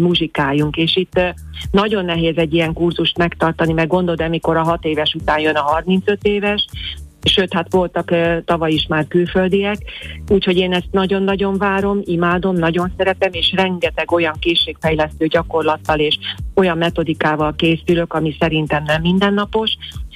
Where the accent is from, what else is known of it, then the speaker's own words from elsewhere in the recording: Makó, Csongrád-Csanád, Hungary; Makón, szülővárosomban